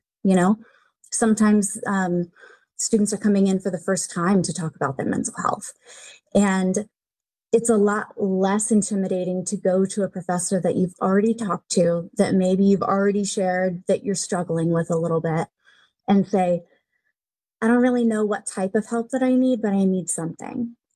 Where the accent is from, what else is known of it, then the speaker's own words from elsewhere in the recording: Texas, United States; moved away as an adult; also born or lived in Georgia / Florida; now in California, United States; I was born in Georgia. I grew up in Texas. I am the oldest of 9 kids.